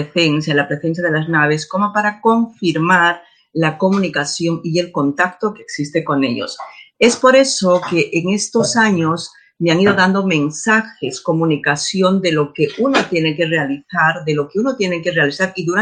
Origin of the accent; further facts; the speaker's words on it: Peru; varios lugares en mi país de origen, en Perú